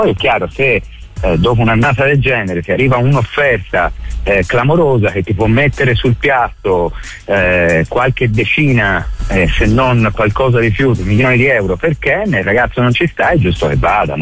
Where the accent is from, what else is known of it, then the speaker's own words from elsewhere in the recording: Florence, Tuscany, Italy; siamo fiorentini, siamo di DNA un po' contro la Juve